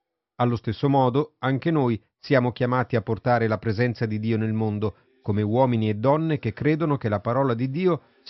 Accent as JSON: {"language": "Italian", "country": "Angola", "said": "Vengo dall'Angola e faccio parte della custodia di Terra Santa da 8 anni."}